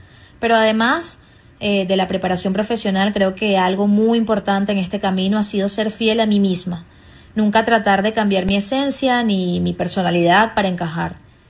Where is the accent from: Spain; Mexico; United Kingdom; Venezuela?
Venezuela; born there; fue ver muy de cerca a Venezuela, mi país natal, quedar campeona del Clásico Mundial de Béisbol en su última edición.